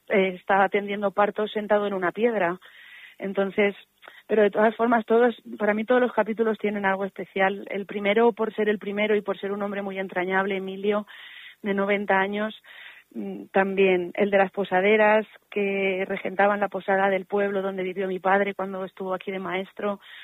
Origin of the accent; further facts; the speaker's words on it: Santa Cruz de los Cáñamos, Castilla-La Mancha, Spain; La gente de mi pueblo, sobre todo, es gente trabajadora, muy trabajadora, la mayoría agricultores, y siempre nos hemos caracterizado por ser gente muy acogedora.